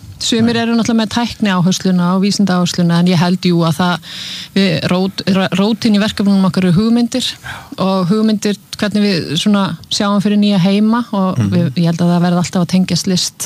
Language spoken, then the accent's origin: Icelandic; Húsavík, Northeastern Region, Iceland; Já Ég er frá Húsavík Fóreldra minni frá Akureyri og Húsavík